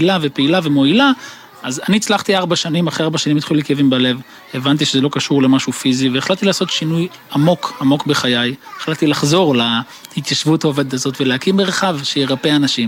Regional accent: Lahav, Southern District, Israel; אז אני מקיבוץ להב, נולדתי וגדלתי כאן

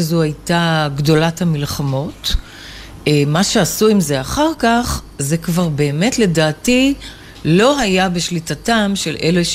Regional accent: Tel Aviv, Tel Aviv District, Israel; גדלנו בשכונות של גנרלים.

